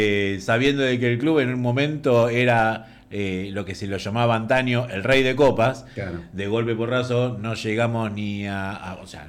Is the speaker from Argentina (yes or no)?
yes; La Plata, Buenos Aires Province, Argentina; somos de La Plata